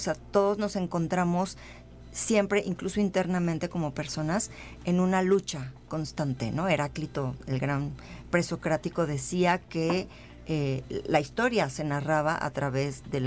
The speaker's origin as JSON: {"language": "Spanish", "country": "Mexico", "said": "cómo somos los mexicanos"}